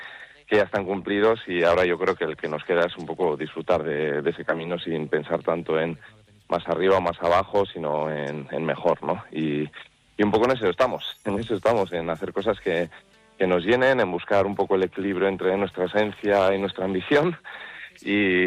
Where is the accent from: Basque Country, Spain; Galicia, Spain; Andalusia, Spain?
Basque Country, Spain; Vitoria-Gasteiz; born there; Yo soy nacido aquí en Gasteiz, y pues igual en invierno estoy más en Gasteiz, en verano más en Yécora.